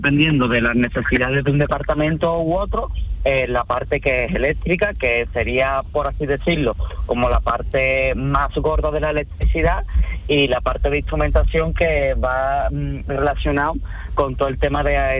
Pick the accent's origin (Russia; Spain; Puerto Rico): Spain; Écija, Andalusia; Yo soy de Écija, sí.